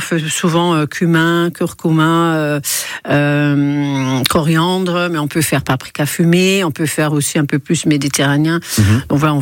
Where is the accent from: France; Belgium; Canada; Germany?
Belgium; moved away; je suis belge